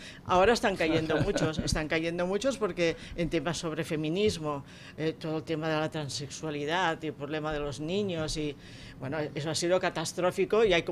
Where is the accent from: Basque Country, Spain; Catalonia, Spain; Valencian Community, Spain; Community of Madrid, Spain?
Catalonia, Spain; nosotros somos catalanes constitucionalistas